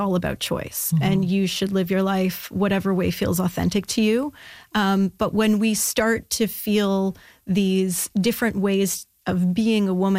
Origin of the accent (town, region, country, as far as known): Ottawa, Ontario, Canada